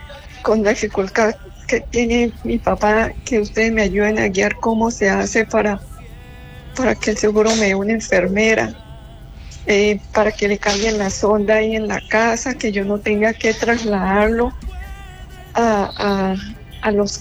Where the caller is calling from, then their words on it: Girón, Santander, Colombia; Yo vivo en El Carrizal.